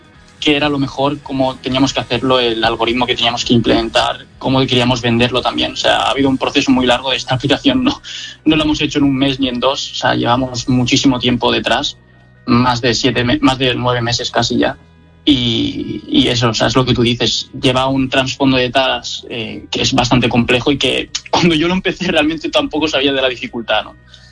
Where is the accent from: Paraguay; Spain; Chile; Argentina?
Spain; Alcoy, Valencian Community; moved away as an adult; now in Valencia, Spain; Somos de Alcoy, pero estamos estudiando los dos en Valencia, sí.